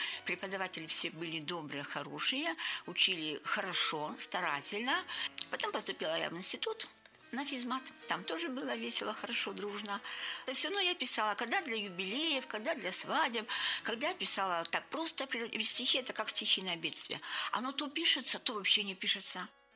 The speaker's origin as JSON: {"language": "Russian", "town": "Vologda", "region": "Vologda Oblast", "country": "Russia", "tie": "born or raised there", "said": "Я уже написала много стихов о Вологде, потому что это мой родной город."}